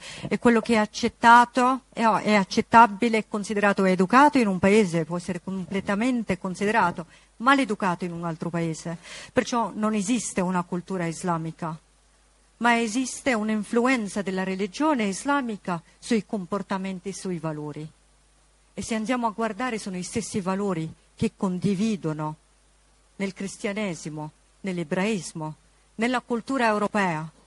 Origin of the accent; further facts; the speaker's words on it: Lebanon; now in Italy; nel mio paese d'origine, in Libano